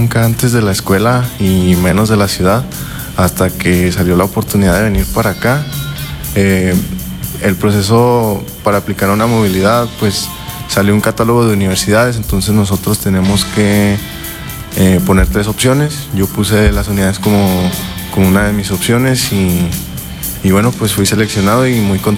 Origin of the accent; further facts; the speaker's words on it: Zacatecas, Mexico; moved away as an adult; now in Bucaramanga, Colombia; el lugar de donde yo vengo